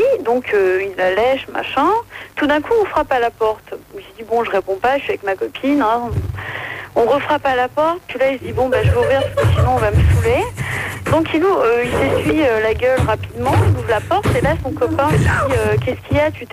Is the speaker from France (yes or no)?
yes; Paris, Île-de-France, France; 19 ans de Paris.